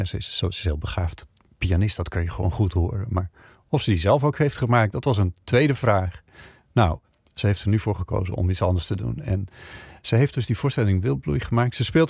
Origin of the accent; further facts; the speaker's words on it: Friesland, Netherlands; Want Valentina en ik delen geboortegrond. We komen beide uit Friesland.